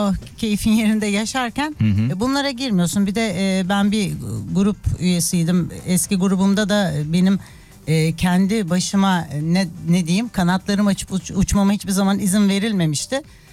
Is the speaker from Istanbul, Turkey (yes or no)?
no; Adana, Turkey; born there; Adana'da doğdum.